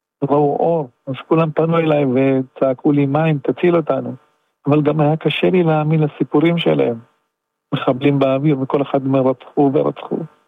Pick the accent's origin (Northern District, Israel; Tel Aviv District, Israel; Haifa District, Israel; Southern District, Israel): Southern District, Israel; אני גדלתי באזור הזה, אני ישנתי, אני בכיתי באזור הזה כשהייתי ילד קטן.